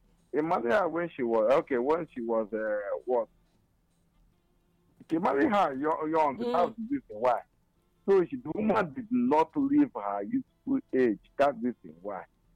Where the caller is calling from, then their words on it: Kenya; I'm calling from Kenya.